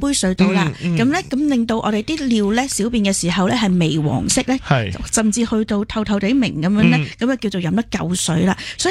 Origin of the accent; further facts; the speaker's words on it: Hong Kong; 你知道我哋香港人嘅啦，好有责任感，好干净㗎嘛。